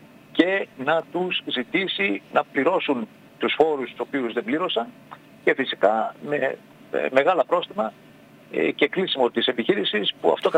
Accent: Spetses, Attica, Greece

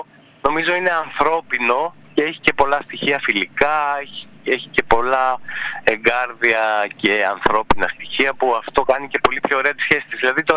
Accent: Karlovasi, North Aegean, Greece; born there; δεν είμαι Σαμιώτης, αλλά έχω γεννηθεί στη Σάμο.

